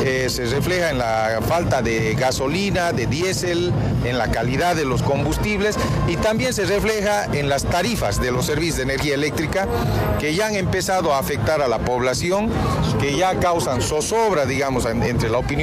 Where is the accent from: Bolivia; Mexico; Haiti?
Bolivia